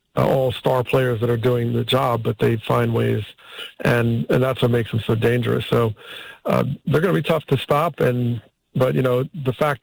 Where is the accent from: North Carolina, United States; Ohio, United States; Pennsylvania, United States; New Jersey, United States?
New Jersey, United States; I grew up in New Jersey, so I saw that tone